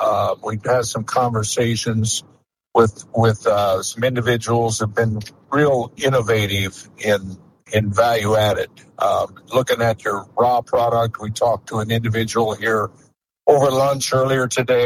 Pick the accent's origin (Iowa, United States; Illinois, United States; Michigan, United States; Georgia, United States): Iowa, United States; my home state of Iowa